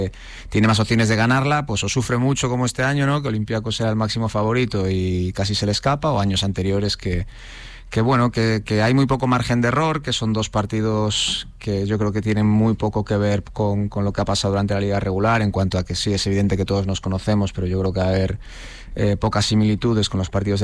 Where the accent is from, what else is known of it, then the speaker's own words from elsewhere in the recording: A Coruña, Galicia, Spain; yo soy de Coruña y gran parte del cuerpo técnico somos de Coruña